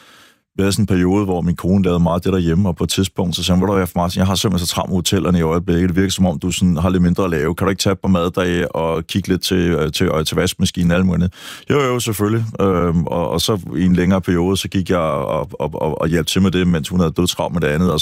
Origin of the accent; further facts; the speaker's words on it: Bagsværd, Capital Region of Denmark, Denmark; also born or lived in Holte / Nørrebro / Florida; now in Øresund coast, Denmark; jeg er vokset op ved Bagsvær Sø, og kigget på søen siden jeg var lille, så flyttede jeg til Holte og ned til en sø, altså da jeg selv sådan flyttede hjemmefra, jeg var lige forbi Nørrebro 10 år, altså så var ikke meget sø